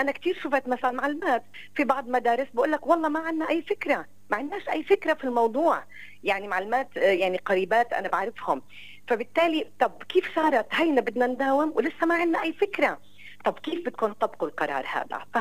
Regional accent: Palestine; وضعنا كفلسطينيين

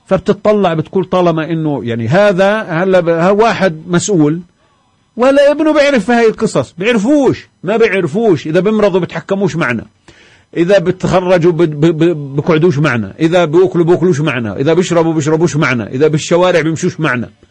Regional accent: Palestine

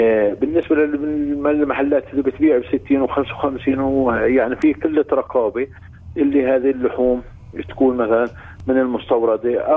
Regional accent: West Bank, Palestine; عندنا في الضفة

